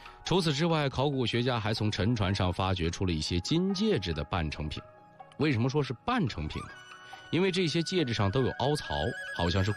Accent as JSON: {"language": "Chinese", "country": "China", "said": "那这些瓷器我们中国人自己喜欢"}